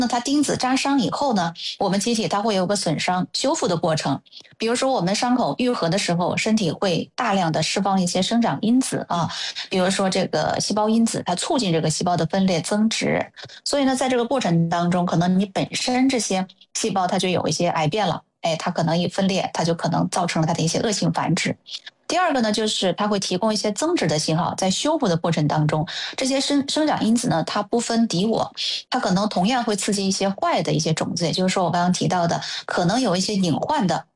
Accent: China

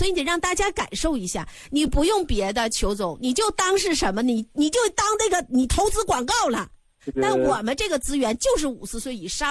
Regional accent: China

